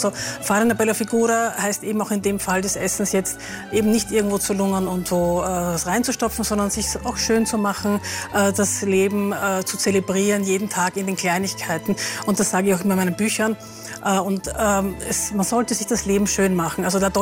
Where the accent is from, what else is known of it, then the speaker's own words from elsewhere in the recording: Naples, Campania, Italy; Also das kommt ja eigentlich auch aus Neapel, aus meiner Heimatstadt.